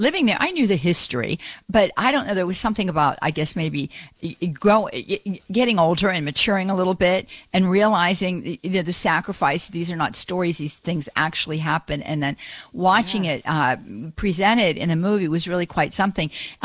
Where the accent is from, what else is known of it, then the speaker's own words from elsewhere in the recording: Pennsylvania, United States; I born and raised in that general area. I wasn't born and raised in Braddock, but went to school there.